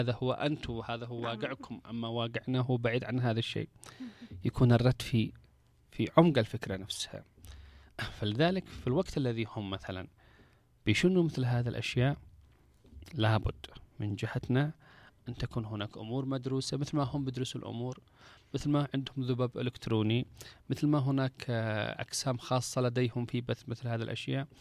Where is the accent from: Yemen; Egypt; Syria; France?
Yemen; إحنا من اليمن